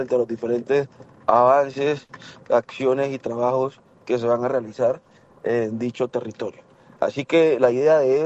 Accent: Buenaventura, Valle del Cauca, Colombia; todos somos hijos de Buenaventura

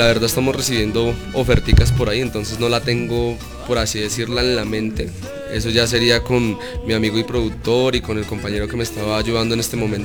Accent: Bogotá, Colombia; born there; Yo soy nacido en Bogotá. Mi padre es de Zetaquira, mi madre también es bogotana

